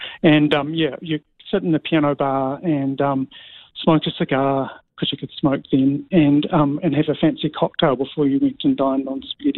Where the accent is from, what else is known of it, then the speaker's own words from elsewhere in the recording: Christchurch, Canterbury, New Zealand; moved away as an adult; now in Wellington, New Zealand; I mean, I came from Christchurch probably about 15 or so years ago, and it's always really struck me how multicultural Wellington is and was compared to Christchurch.